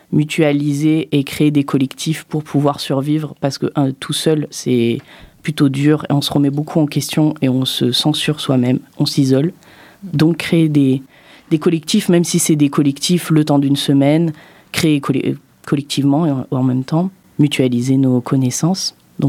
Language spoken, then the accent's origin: French; Die, Auvergne-Rhône-Alpes, France; born there; je suis née à Die, le 16 février 1999, dans la maternité de Die.